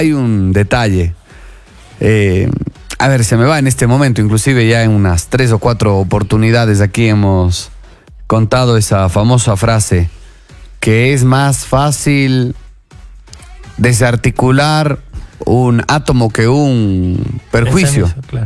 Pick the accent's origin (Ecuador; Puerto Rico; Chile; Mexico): Ecuador; en esa época era niño, tenía 12 años. Obviamente como ecuatoriano, como sudamericano